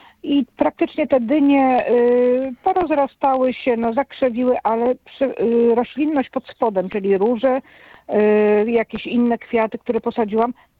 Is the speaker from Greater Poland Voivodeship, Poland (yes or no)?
no; Łódź, Łódź Voivodeship, Poland; born there; Urodziłam się w Łodzi, mieszkam na obrzeżach